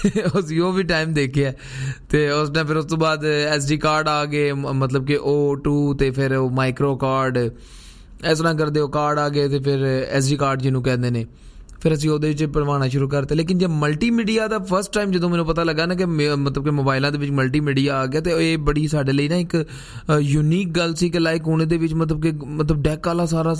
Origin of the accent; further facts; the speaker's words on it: Pakistan; moved away; ਜਦੋਂ ਮੈਂ ਪਾਕਿਸਤਾਨ ਤੋਂ ਆਇਆ